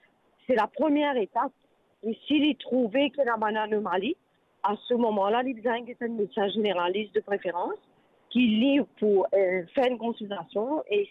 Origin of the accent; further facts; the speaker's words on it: Mauritius; j'étais en difficulté quand je suis de Maurice.